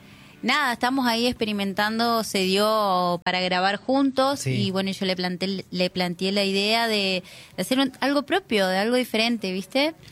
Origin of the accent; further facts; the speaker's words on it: Paraná, Entre Ríos, Argentina; born there; soy de Paraná, nací acá.